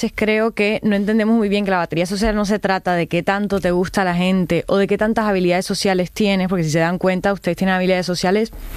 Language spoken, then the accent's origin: Spanish; Caribbean Region, Colombia